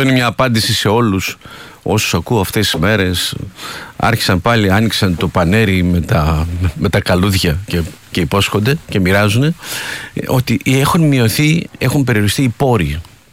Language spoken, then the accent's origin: Greek; Epirus, Greece; moved away; εμείς είμαστε παιδιά από φτωχές οικογένειες, που φύγαμε από την Ήπεθρο, μορφωθήκαμε, εξελιχθήκαμε